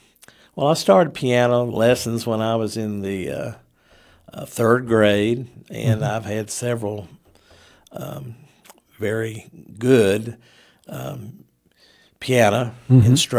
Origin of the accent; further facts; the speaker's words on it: Bluefield, West Virginia, United States; also born or lived in Portsmouth, Virginia; I'm from Bluefield, yes. I was raised here.